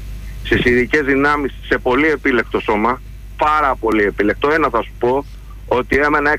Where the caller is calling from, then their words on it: London, United Kingdom; από το Λονδίνο.